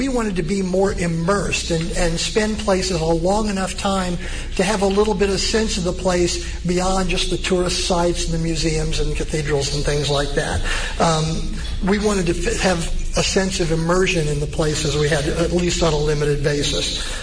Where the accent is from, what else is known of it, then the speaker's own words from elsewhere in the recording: Huntingburg, Indiana, United States; Well, when I was a kid growing up in Huntingburg, in our grade school